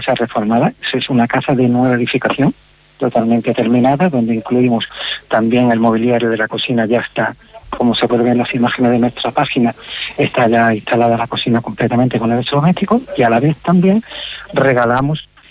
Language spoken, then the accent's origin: Spanish; Cuevas del Becerro, Andalusia, Spain; now in Cuevas del Becerro, Spain; como bien dice, somos de Cuevas del Becerro, aunque estamos ubicados en Málaga, nuestras oficinas y nuestro estado de trabajo está en Málaga y Costa, pero vivimos actualmente en Cuevas del Becerro